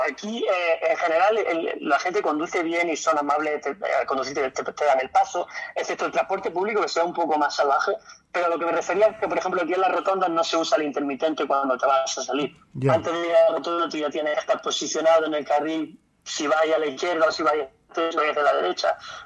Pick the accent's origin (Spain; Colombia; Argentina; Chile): Spain; Granada, Andalusia; moved away as an adult; yo cuando vivía en España, yo soy de Granada, vivía en Granada ciudad